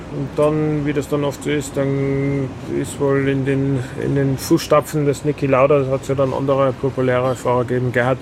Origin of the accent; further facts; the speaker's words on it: Austria; Ich bin ja im Land aufgewachsen in Österreich. Da hat man mit 18 einen Führerschein gemacht.